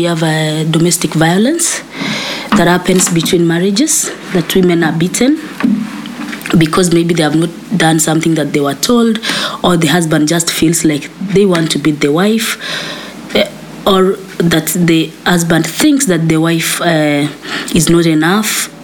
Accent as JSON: {"language": "English", "country": "Kenya", "tie": "born or raised there", "said": "And as a woman growing up in Kenya, if you have to speak against violence, then you are viewed as someone who is not woman enough"}